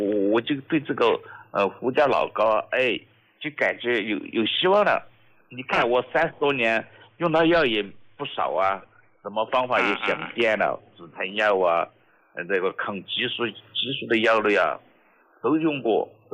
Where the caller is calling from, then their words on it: Nantong, Jiangsu, China; 我来自江苏南通的。